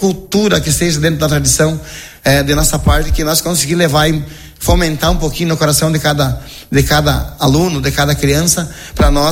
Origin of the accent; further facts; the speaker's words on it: Rio Grande do Sul, Brazil; nós, enquanto gaúcho